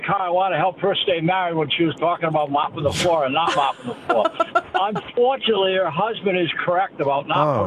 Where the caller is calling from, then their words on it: Fall River, Massachusetts, United States; I'm actually from Fall River, too